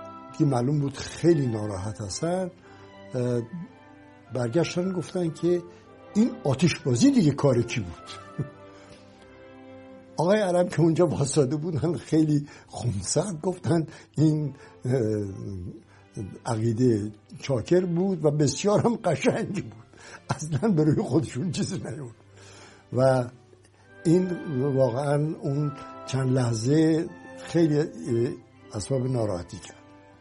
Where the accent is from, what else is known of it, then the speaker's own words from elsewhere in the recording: Iran; به عنوان یک ایرانی